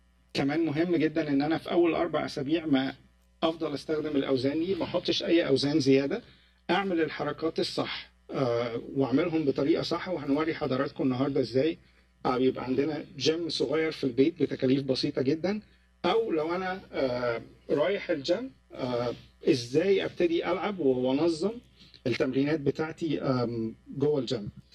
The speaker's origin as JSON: {"language": "Arabic", "country": "Egypt", "said": "يعني احنا عندنا في مصر الفطاير والشوكولاتات والحاجات دي"}